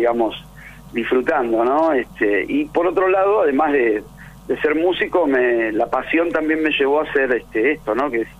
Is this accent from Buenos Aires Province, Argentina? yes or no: yes; Mar del Plata, Buenos Aires Province, Argentina; yo soy de Mar del Plata.